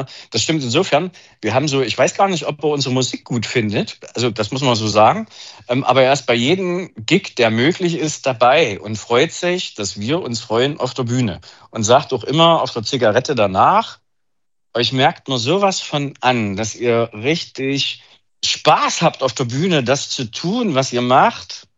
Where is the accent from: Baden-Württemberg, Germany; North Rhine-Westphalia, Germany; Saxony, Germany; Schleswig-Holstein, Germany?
Saxony, Germany; Leipzig